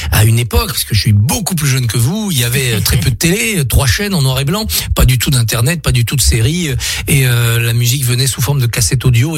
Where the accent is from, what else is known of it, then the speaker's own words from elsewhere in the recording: Auvergne-Rhône-Alpes, France; born there; moved away as an adult; J'étais au fin fond de la Haute-Savoie.